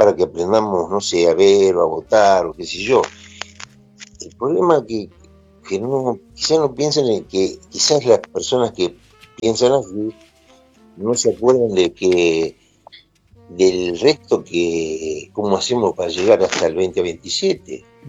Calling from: Mar del Plata, Buenos Aires Province, Argentina; Yo vivo en Bolívar y Santiago del Estero.

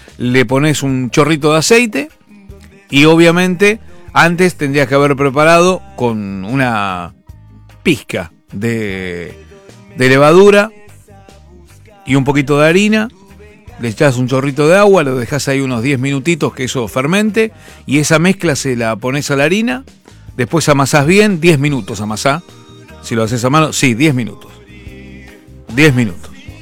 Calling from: San Fernando, Buenos Aires Province, Argentina; de San Fernando.

